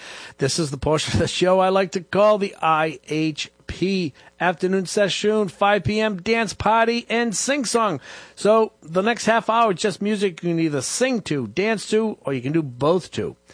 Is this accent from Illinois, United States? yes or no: no; South Boston, Massachusetts, United States; Got to take care of my friends out in Southie, with Southie is my hometown.